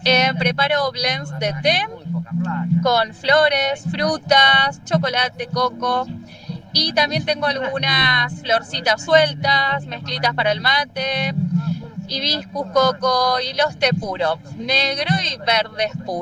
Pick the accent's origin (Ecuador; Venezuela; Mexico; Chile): Chile; now in Capilla del Monte, Argentina; vengo de Chile y estoy habitando en Capilla del Monte